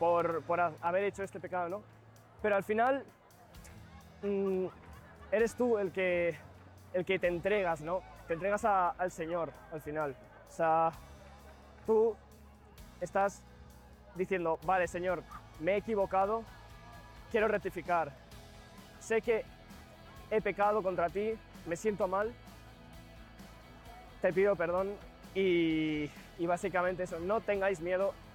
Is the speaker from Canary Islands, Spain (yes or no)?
no; Barcelona, Catalonia, Spain; soy de Barcelona y vengo de la parroquia Mare de Déu de Betlem.